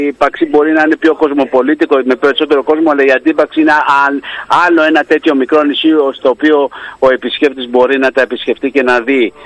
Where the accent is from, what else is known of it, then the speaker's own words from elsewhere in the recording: Ionian Islands, Greece; εγώ κατάγομαι από το ένα από αυτά τα τρία νησιά.